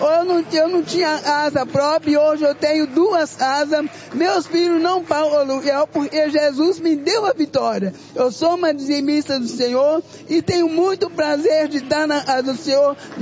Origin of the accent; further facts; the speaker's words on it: Juiz de Fora, Minas Gerais, Brazil; Eu vim de Juiz de Fora.